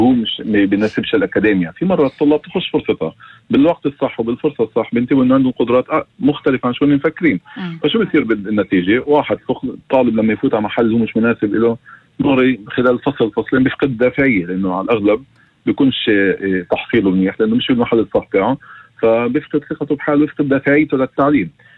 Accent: Northern District, Israel; now in Haifa, Israel; انا ابن الشمال وساكن بحيفا, فانا لحالي ساكن بعيد عن اهلي

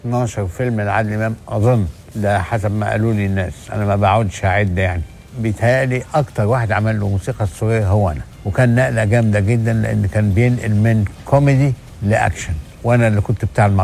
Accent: Tanta, Gharbia, Egypt; قلت له تونة مين؟ ما أنا جاي من طنطا يعني، لازم تسامحوني برضه.

